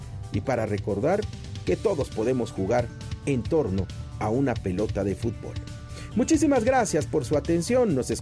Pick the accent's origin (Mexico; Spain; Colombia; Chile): Mexico; que esto nos pueda unir primero como mexicanos y después como humanidad